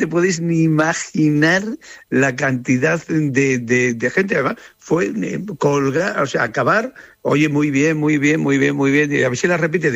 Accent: Trujillo, Extremadura, Spain; Curiosamente, las primeras personas que me he encontrado han sido de mi pueblo, de Trujillo.

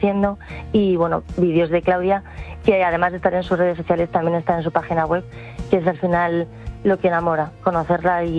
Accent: El Escorial, Community of Madrid, Spain; Somos del Escorial

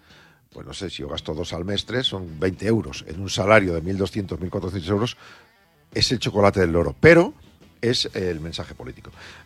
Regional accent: Soria, Castile and León, Spain; moved away; Soria, mi tierra

